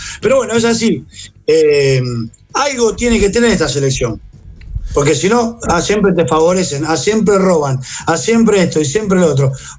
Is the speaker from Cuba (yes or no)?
no; Argentina; porque somos todos argentinos